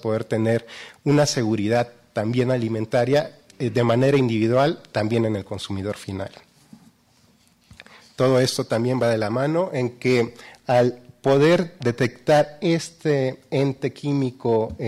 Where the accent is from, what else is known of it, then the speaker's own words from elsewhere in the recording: Mexico; lo que conocemos ya como mexicanos de generación en generación